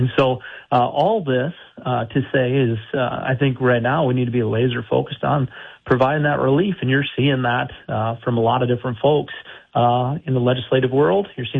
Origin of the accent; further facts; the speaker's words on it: Arlington, United States; You know, I grew up in Arlington in a real blue-collar family.